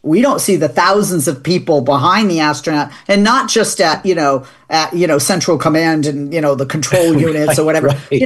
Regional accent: Massachusetts, United States; I'm from Massachusetts. It's a wicked pisser.

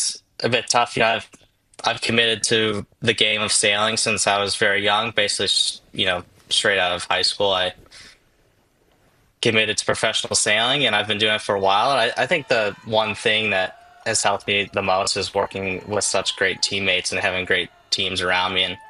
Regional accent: Wisconsin, United States; I come from Wisconsin on a small lake, so it's not like I grew up around the ocean

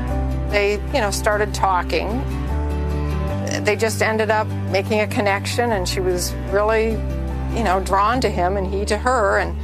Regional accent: Michigan, United States; We grew up in Michigan, suburb of Detroit.

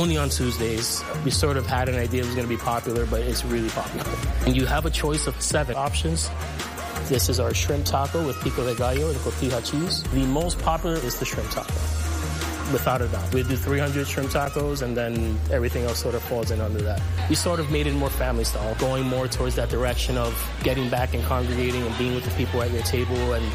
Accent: New York City, New York, United States; I'm a Puerto Rican heritage. I was born in New York, but living in the South Bronx where I grew up, there was a huge Mexican population around me.

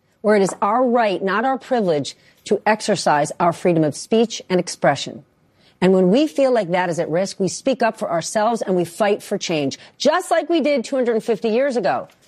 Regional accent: United States; as an American

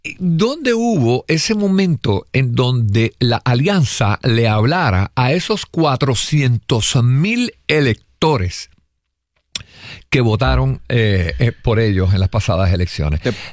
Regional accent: Puerto Rico

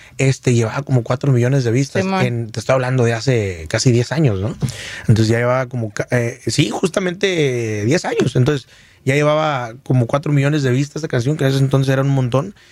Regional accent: Michoacán, Mexico; accent: Michoacán; Así como mi acento michoacano.

